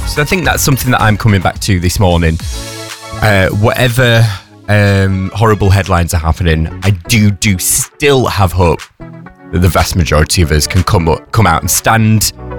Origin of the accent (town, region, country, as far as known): England, United Kingdom